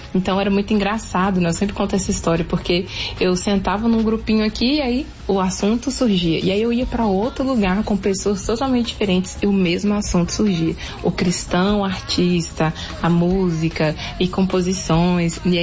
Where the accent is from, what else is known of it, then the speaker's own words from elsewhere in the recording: Belo Horizonte, Minas Gerais, Brazil; now in Marajó, Brazil; Eu sou de BH, morava em BH até então, e me direcionar a um campo missionário. Foi assim que eu parei aqui no Marajó.